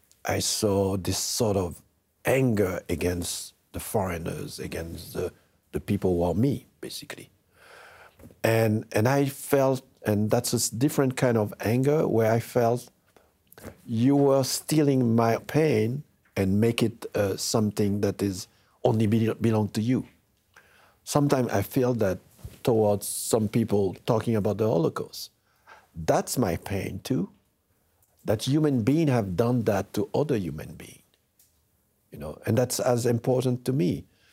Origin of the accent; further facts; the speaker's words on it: Haiti; moved away; Maybe it's because I come from Haiti